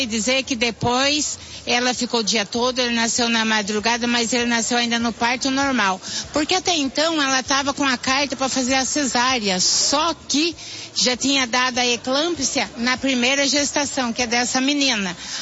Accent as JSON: {"language": "Portuguese", "town": "Jacareí", "region": "São Paulo", "country": "Brazil", "said": "Eu venho de Jacareí."}